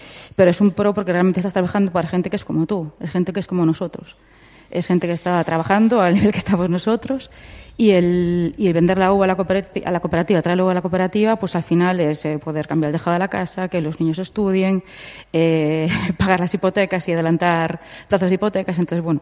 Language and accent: Spanish; Vilagarcía de Arousa, Galicia, Spain; De donde yo soy, de Villa García de Arousa